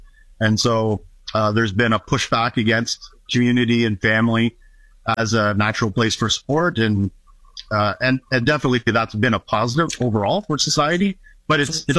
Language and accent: English; Niagara, Ontario, Canada; finished high school and did the typical growing up in Niagara, right?